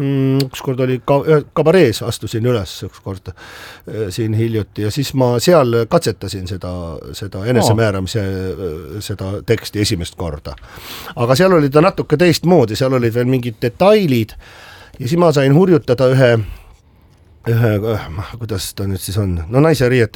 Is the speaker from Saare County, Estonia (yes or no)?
no; Tallinn, Harju County, Estonia; born there; see on minu sünnikodu seal.